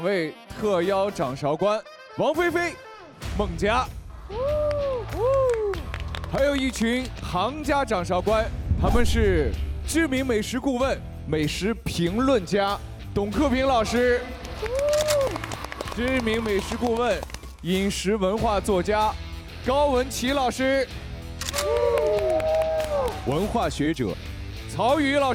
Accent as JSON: {"language": "Chinese", "town": "Qingdao", "region": "Shandong", "country": "China", "said": "虽然我是这个青岛人"}